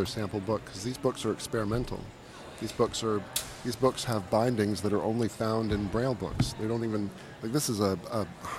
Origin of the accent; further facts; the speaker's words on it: Washington, District of Columbia, United States; this is my bread and butter, my hometown, and the Southwest is really my origin, where I grew up, and also where I returned to finish writing my book. I've lived all over town, but now it's I'm back where I started.